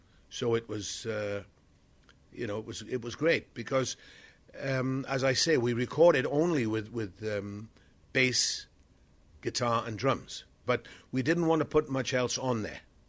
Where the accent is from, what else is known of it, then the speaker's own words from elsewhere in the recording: Wales, United Kingdom; I grew up in South Wales, so I went to a Presbyterian chapel, and we sang hymns on a Sunday afternoon, Sunday school.